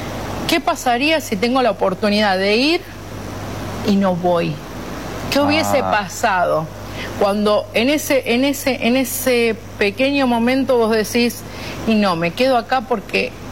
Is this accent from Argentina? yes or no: yes; Rosario, Santa Fe, Argentina; moved away as an adult; now in United States; Porque era un aprendizaje, era algo que había venido yo a probar a Estados Unidos, cosas que no hacía allá. Yo no iba a ir a limpiar un baño en Rosario, porque ya tenía mi trabajo.